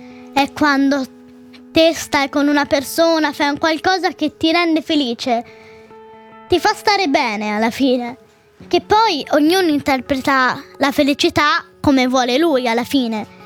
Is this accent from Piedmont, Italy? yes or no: no; Carrara, Tuscany, Italy; Io sono di Carrara